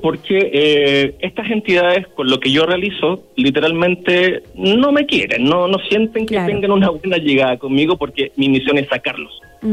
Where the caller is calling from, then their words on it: Maipú, Santiago Metropolitan Region, Chile; De aquí, de la comuna de Maipú, República Independiente Maipú.